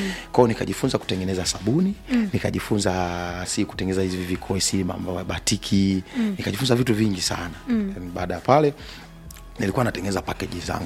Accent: Morogoro, Tanzania; moved away; Yaani natoka sasa Morogoro kwa mara ya kwanza. Naenda Dar es Salaam kutafuta.

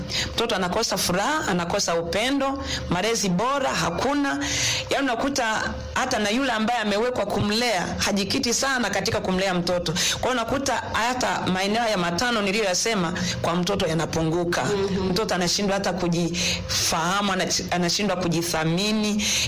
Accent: Bunda, Mara, Tanzania; Mimi ni mwalimu na ni mhudumu kuhusu malezi ya watoto. Natokea hapa Bunda na ni mwinjilisti katika kanisa la AICT Amani Bunda.

